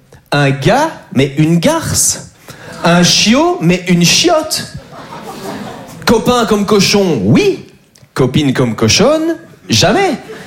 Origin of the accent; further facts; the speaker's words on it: Belgium; Moi j'adore les Français, même si je suis belge et que donc légalement, vous le savez, je suis tenu de vous détester un minimum